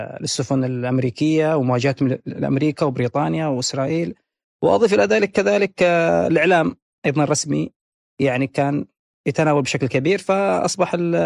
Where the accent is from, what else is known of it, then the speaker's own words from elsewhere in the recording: Yemen; لما قلت له من اليمن